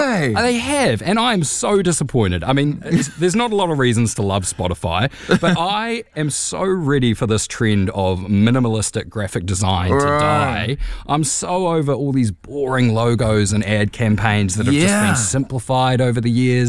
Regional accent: Christchurch, Canterbury, New Zealand; I'm from Christchurch, and I feel like that probably defeats your argument.

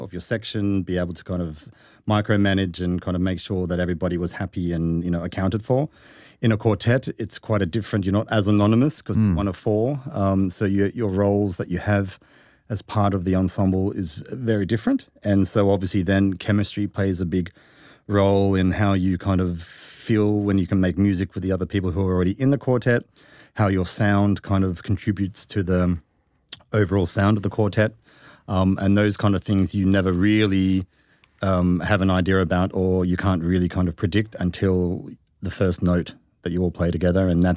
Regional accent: Sydney, New South Wales, Australia; I'm from Sydney

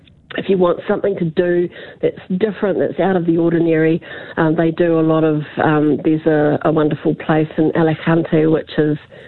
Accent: New Zealand; accent: Kiwi; I'm a Kiwi, I'm outgoing, I love music, I love people, you know, and my English isn't too bad.

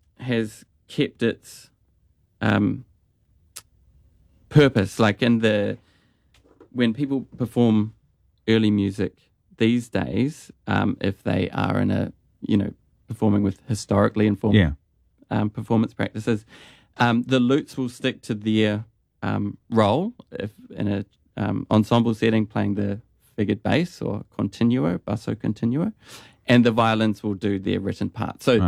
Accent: Timaru, Canterbury, New Zealand; now in Australia; I'm from New Zealand.

